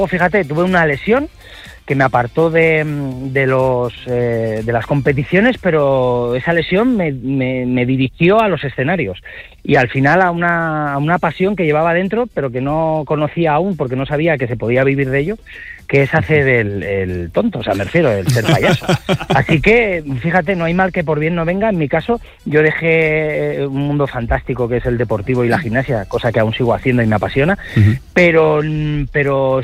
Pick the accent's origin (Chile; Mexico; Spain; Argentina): Spain; Alicante, Valencian Community; ya que yo soy valenciano, soy de Alicante, soy de la mayor Terreta Almón.